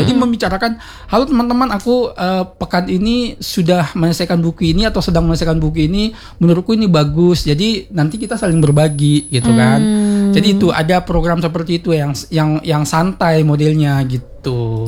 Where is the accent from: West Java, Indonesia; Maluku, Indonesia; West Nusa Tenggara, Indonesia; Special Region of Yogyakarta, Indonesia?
West Nusa Tenggara, Indonesia; Sumbawa; moved away; Saya orang Sumbawa malah.